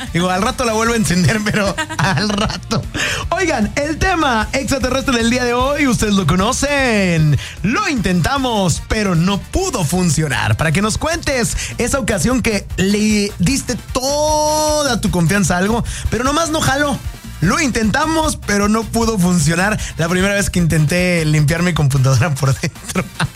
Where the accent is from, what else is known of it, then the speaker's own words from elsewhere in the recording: Mexico; Nosotros somos buenísimos los mexicanos en reírnos de nuestra desgracia.